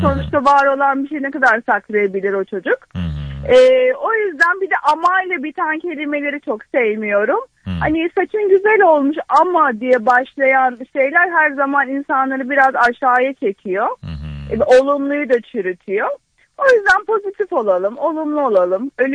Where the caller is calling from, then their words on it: Istanbul, Turkey; Bahçeşehir'den arıyorum.